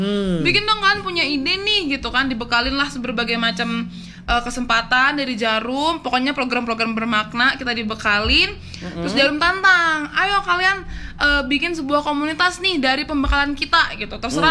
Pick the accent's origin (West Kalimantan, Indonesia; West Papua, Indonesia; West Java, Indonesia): West Kalimantan, Indonesia; Pontianak; Enggak, aku dari Kalimantan, Kak.